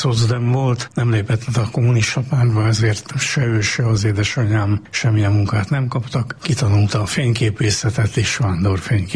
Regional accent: Budapest, Hungary; én abszolút hetedik kerületi gyerek vagyok. Én 37 éves koromig abban a lakásban laktam, ahol a gettóba születtem.

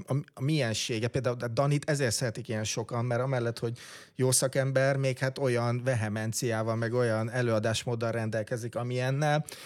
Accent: Törökszentmiklós, Jász-Nagykun-Szolnok, Hungary; born there; egy törökszemiklósi illetőségű, hogy ahol én születtem

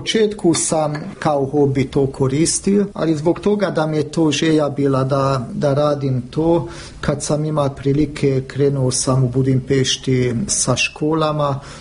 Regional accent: Burgenland, Austria; Sa Hrvatskom sam ja, zbog toga da sam gradišćanski Hrvat, hvala Bogu dosta dobro naučio hrvatski.

